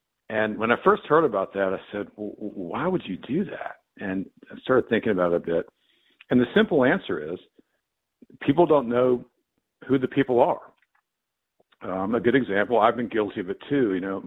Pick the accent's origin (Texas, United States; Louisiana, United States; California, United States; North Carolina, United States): North Carolina, United States; Raleigh; also born or lived in Asheville, North Carolina; that's why I grew up in this area. So I grew up basically between what is now in North Raleigh and Wake Forest. Went to Wake County Public Schools.